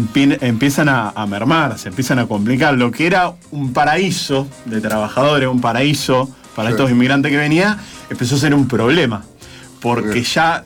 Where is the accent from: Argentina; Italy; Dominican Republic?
Argentina; Rosario, Santa Fe; yo soy rosarina.